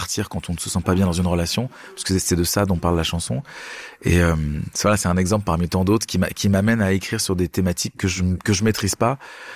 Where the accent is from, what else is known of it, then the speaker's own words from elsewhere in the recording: German-speaking Switzerland, Switzerland; Le seul moment où vraiment je me ressource, c'est quand je rentre chez moi en Suisse allemande.